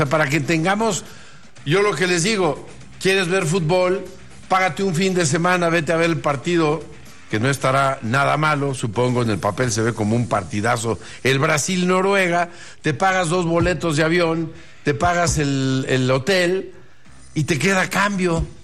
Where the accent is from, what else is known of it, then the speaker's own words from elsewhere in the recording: Mexico; como nosotros somos mexicanos